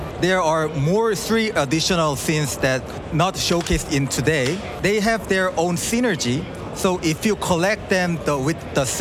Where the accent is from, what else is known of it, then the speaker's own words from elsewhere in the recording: South Korea; Yeah, I'm from South Korea, the game director of the Hellpunk Purgatorium.